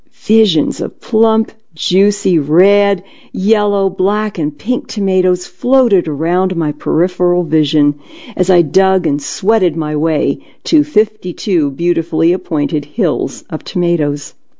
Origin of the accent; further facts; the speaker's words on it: Ontario, Canada; It first appeared in a local newspaper outside of the area where I grew up in Ontario, Canada